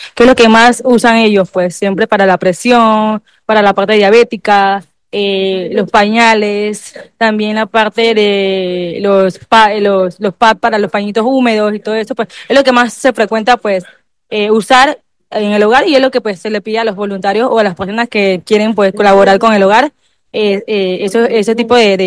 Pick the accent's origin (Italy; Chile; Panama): Panama; La Chorrera, Panamá Oeste; De aquí, de Chorrera.